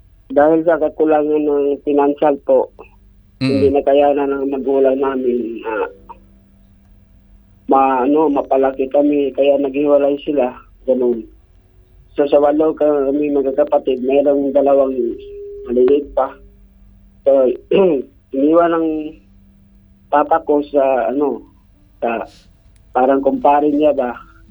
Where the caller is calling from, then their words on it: Biñan, Calabarzon, Philippines; From Binyan.